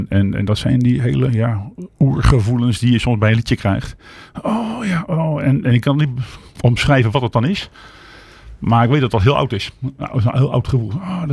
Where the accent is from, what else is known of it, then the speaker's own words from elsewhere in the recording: Ede, Gelderland, Netherlands; Ik kom uit Ede, geboren en getogen.